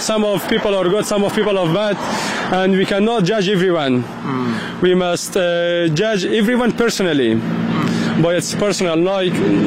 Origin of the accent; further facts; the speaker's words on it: Turkey; English is a second language; moved away as an adult; now in France; from Turkey to France I come from Turkey. So I come through to France, and from France I take a small bus and come to here.